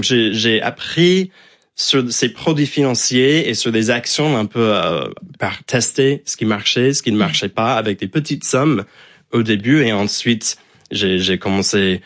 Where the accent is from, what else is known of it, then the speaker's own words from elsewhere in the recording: United States; Comme j'ai grandi aux États-Unis et que la bourse occupe une place un peu plus importante dans la vie et dans la société, j'ai grandi avec un peu plus d'informations sur la bourse et comment ça fonctionnait.